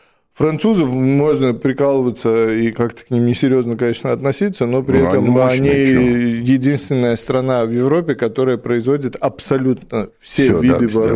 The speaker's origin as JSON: {"language": "Russian", "country": "Russia", "tie": "born or raised there", "said": "потому что я вырос в России, в русской культуре, и я этот фильм обожаю."}